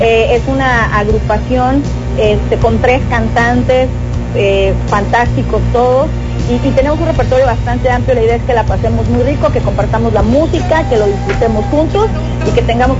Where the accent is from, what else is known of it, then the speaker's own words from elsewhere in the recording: Tapachula, Chiapas, Mexico; Nosotros somos de aquí de Tapachula, que también es Chiapas, pero estamos muy cerquita de la frontera con Guatemala.